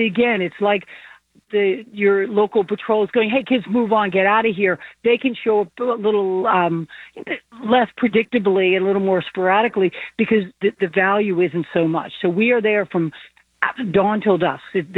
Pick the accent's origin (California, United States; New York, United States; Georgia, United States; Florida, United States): New York, United States; I'm a girl from New York.